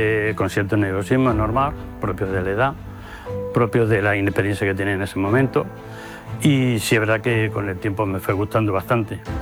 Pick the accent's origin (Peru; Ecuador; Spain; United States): Spain; Andújar, Andalusia; estoy muy orgulloso y agradecido al pueblo de Andújar, que es mi pueblo.